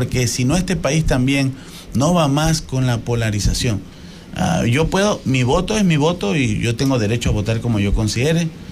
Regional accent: Ecuador; yo soy ecuatoriano

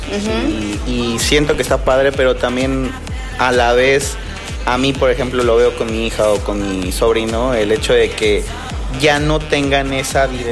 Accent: Mexico City, Mexico; born there; moved away as an adult; also born or lived in Toluca, State of Mexico; now in Cancún, Mexico; Yo estaba muy acostumbrado a la Ciudad de México, porque pese a que mi infancia fue en Toluca, pues el resto de fue en la ciudad.

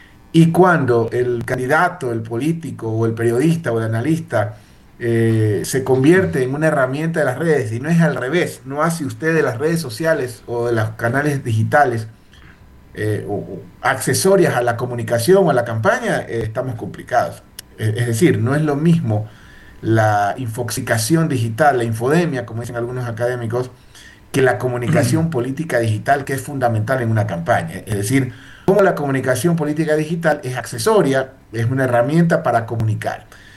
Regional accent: Columbe, Chimborazo, Ecuador; la parroquia Columbe, Cantón Colta, de donde yo soy originario, oriundo, y toda mi familia.

